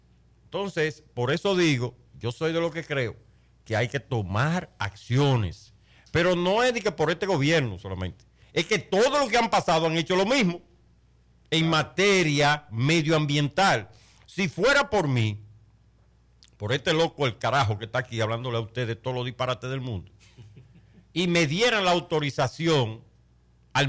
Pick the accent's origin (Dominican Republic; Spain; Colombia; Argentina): Dominican Republic; yo, como ciudadano dominicano